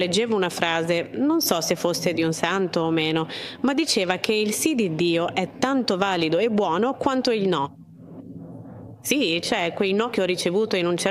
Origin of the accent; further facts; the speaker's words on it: Colombia; moved away as an adult; sono colombiana. La mia famiglia, grazie a Dio, proviene da credenze cattoliche.